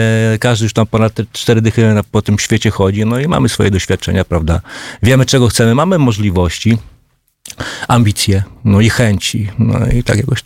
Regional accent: Warsaw, Masovian Voivodeship, Poland; jestem ja warszawiak

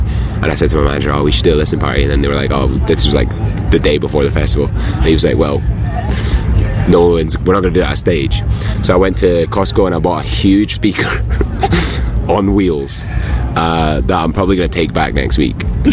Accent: Scotland, United Kingdom; because obviously we're both Scottish and there's like

